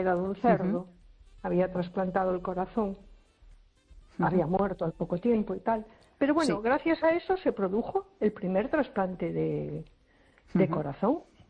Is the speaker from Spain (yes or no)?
yes; A Coruña, Galicia, Spain